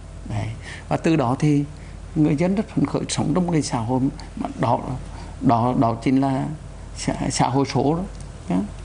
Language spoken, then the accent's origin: Vietnamese; Quang Binh, Vietnam; Ngày xưa tôi là người không phải sống ở Hà Nội, sinh ra lớn lên ở Quảng Bình.